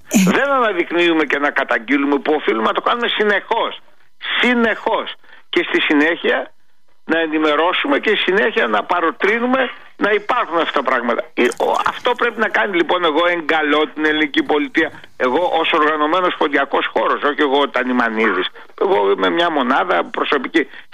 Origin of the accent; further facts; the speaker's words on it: Greece; Είμαστε Έλληνες 100% ενταγμένοι εδώ στην πατρίδα. Δεν είμαστε κάτι διαφορετικό.